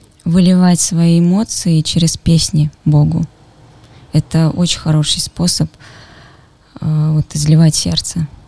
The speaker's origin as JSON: {"language": "Russian", "town": "Orsk", "region": "Orenburg Oblast", "country": "Russia", "tie": "born or raised there", "moved": "as an adult", "lives_now": "Krasnodar, Russia", "said": "Всю жизнь прожила в городе Орске, в Оренбургской области. Там же я и покаялась, и замуж вышла там. И 8 лет назад мы переехали в Краснодар с мужем."}